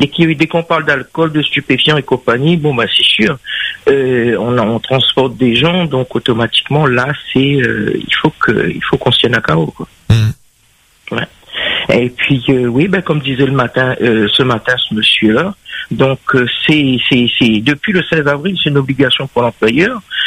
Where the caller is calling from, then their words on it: Nancy, Grand Est, France; Moi, je suis de Nancy exactement.